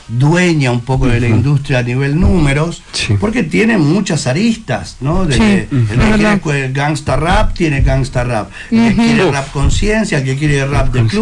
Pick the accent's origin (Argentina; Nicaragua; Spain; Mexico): Argentina; Río de la Plata; Somos del Río de la Plata, y el Río de la Plata es rock and roll. Entonces, no tiene nada de malo el poder darle ese toque argentino a nuestro hip hop, ¿no?